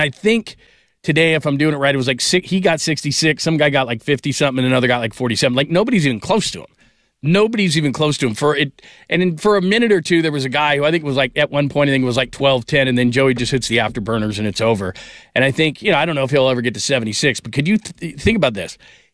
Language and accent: English; California, United States; now in Phoenix, United States; I'm from the Bay Area. Worked at KBR in the Bay Area for years and years and years.